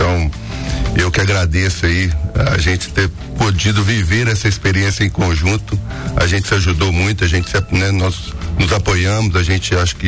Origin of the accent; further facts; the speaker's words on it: Ipatinga, Minas Gerais, Brazil; also born or lived in Coronel Fabriciano; Sou daqui de Coronel Fabriciano, mas sempre morei em Ipatinga, e saí só para estudar, né? Para fazer fisioterapia. E depois a gente voltou.